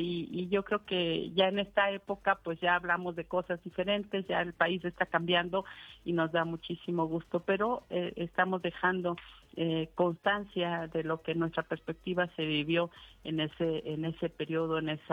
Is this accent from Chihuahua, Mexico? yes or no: no; Michoacán, Mexico; está dedicado a las mujeres de mi tierra y especialmente a las que viven en la zona de conflicto en la Tierra Caliente y en la Sierra Costa